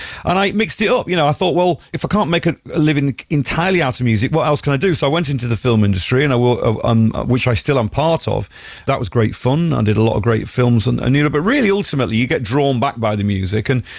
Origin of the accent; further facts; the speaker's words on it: Yorkshire and the Humber, United Kingdom; moved away as an adult; also born or lived in Lincolnshire; now in Somerset, United Kingdom; I love Yorkshire, of course I do. You know, I was actually born in Lincolnshire, but I grew up in Yorkshire. But Somerset's got a very special magic about it. I wouldn't move from Somerset